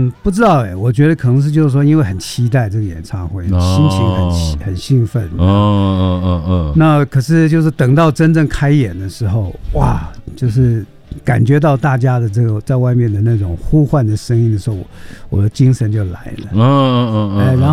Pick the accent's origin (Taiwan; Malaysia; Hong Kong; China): Taiwan; Taipei; 那我觉得台北是因为跟这边的关系，就是我是在这里长大的